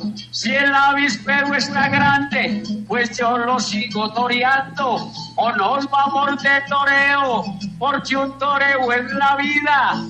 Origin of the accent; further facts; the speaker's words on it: Colombia; Yo soy paisa y soy valluno, ahí le debo aclarar